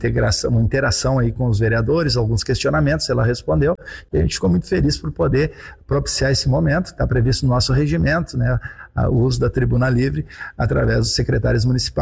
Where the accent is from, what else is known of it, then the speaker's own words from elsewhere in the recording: Rio Grande do Sul, Brazil; nós que somos do Geoparque Quarta Colônia